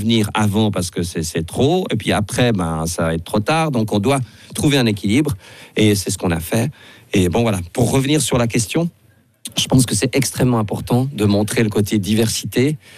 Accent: Switzerland; chez nous en Suisse

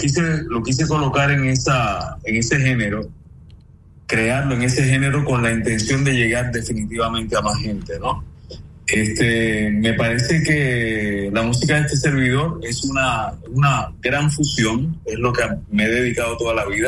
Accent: Mexico; Yo también soy mexicano

